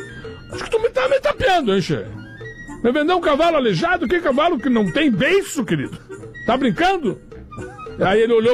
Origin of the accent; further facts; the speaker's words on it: São Francisco do Sul, Santa Catarina, Brazil; Sou de São Francisco do Sul, Santa Catarina.